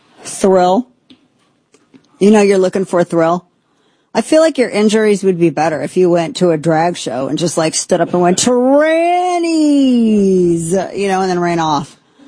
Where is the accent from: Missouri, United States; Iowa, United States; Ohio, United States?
Missouri, United States; We got involved in that race because it's my home state.